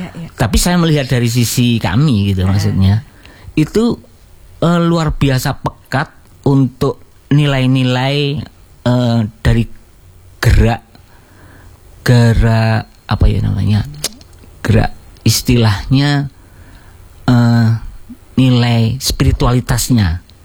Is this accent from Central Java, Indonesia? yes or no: no; Jember, East Java, Indonesia; Tapi alhamdulillah karena memang dari kecil sampai kuliah itu di Jember, dari lahir Jember sampai kuliah Jember.